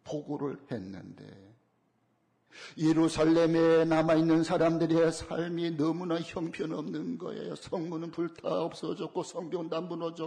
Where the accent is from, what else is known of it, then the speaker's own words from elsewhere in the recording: South Korea; 우리가 대한민국에 태어나서 대한민국 국민이 되어진 것을